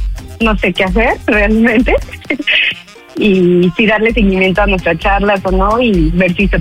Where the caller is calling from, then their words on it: Cuernavaca, Morelos, Mexico; soy de Cuernavaca y tengo 32 años.